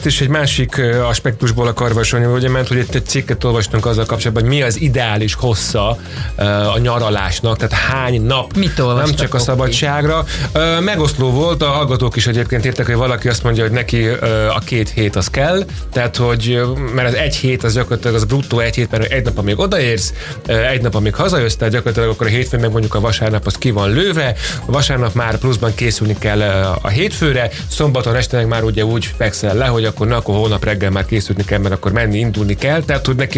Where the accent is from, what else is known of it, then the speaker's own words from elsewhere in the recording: Vác, Pest, Hungary; én váciként